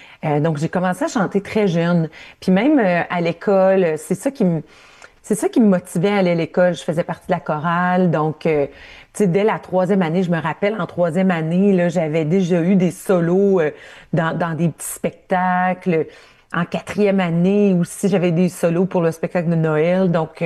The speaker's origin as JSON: {"language": "French", "region": "Ontario", "country": "Canada", "said": "Moi, je viens de l'Ontario, je viens"}